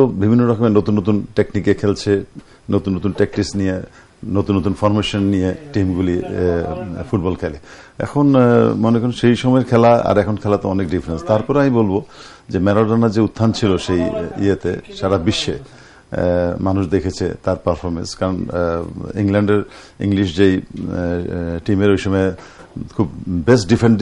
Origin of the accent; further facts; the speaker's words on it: Sylhet, Sylhet Division, Bangladesh; আমার বাড়ি সিলেট